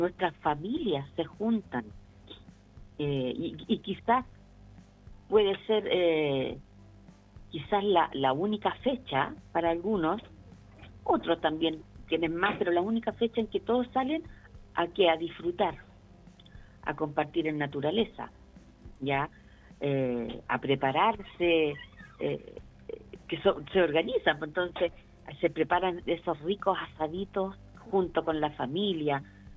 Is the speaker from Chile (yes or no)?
yes; Chile; para nosotros como chilenos